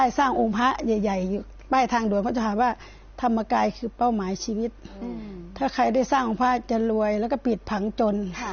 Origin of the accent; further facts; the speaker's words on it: Nong Han, Udon Thani, Thailand; บ้านเกิดอยู่จังหวัดอุดรธานีค่ะ